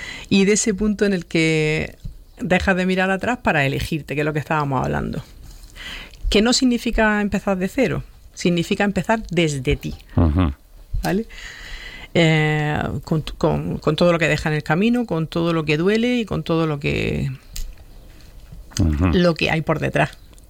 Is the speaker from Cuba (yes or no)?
no; Huércal de Almería, Andalusia, Spain; born or raised there